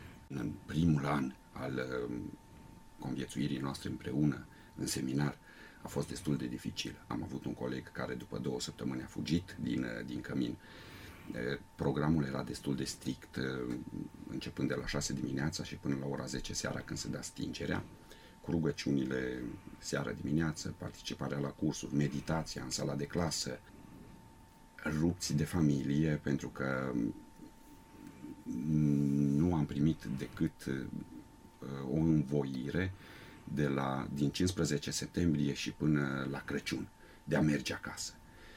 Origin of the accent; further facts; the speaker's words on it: Vidra, Alba County, Romania; now in Sebeș, Romania; Locul copilăriei sau locurile natale sunt Munții Apuseni, Comuna Vidra